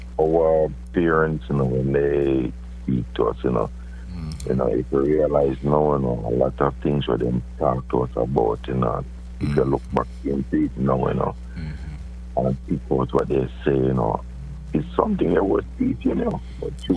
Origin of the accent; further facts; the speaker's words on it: Jamaica; we as Jamaican